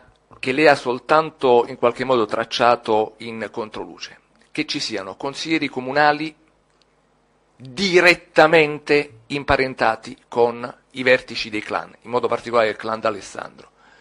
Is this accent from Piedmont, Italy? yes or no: no; Naples, Campania, Italy